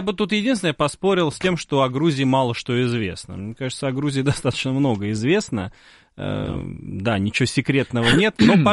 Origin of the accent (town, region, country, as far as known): Russia